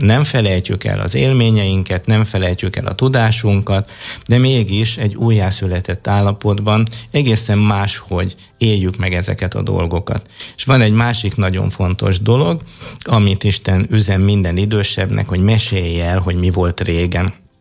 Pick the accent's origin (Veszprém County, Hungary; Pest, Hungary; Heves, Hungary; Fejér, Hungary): Veszprém County, Hungary; Én Veszprém megyei vagyok, most úgy kell mondani, hogy Veszprém vármegyébe születtem, és ott komoly havak voltak, és nagyon komoly szél.